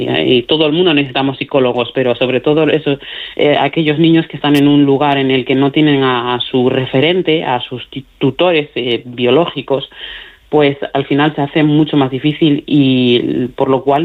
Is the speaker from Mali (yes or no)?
yes; Mali; Hablo mejor el castellano y el gallego que mi propio dialecto. Ajá. Y la suerte que tengo es que tengo una pareja maravillosa que también es de Mali y estamos volviendo a retomar el dialecto.